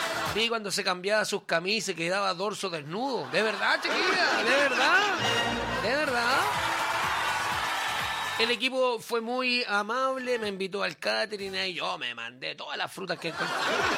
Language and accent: Spanish; Chile; Bueno, que un chileno, soy chileno y más de alguna vez